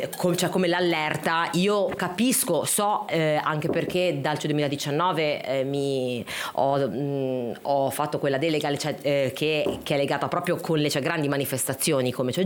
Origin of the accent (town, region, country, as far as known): Genoa, Liguria, Italy